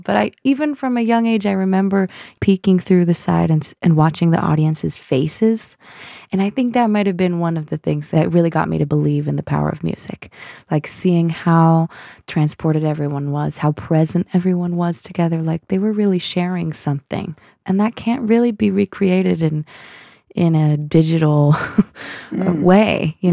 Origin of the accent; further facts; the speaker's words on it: Boston, Massachusetts, United States; a childhood growing up in the Boston music scene.